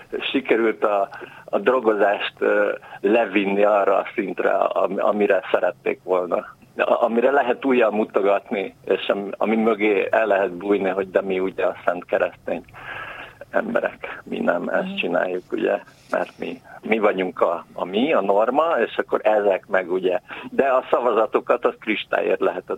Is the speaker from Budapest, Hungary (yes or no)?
yes; Budapest, Hungary; az ötödik kerületben születtem, itt nőttem föl